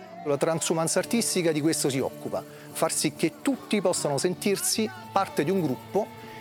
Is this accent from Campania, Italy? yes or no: yes; Naples, Campania, Italy; now in Pennadomo, Italy; Sono napoletano, del centro di Napoli